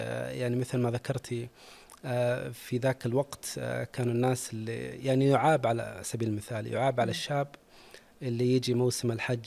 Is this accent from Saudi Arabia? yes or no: yes; Mecca, Makkah Province, Saudi Arabia; من مواليد مكة المكرمة، يعني ولدت وتربيت ونشأت ودرست في مدينة مكة المكرمة، وكنت حقيقة محظوظ مثلي مثل أبناء هذه المدينة المباركة في العيش فيها والنشأة والتربية